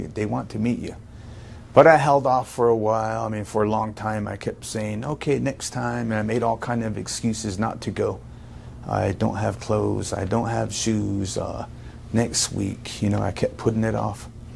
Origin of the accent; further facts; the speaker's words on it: Arizona, United States; I'm from Noslini, Arizona. I attend Solid Rock Baptist Church.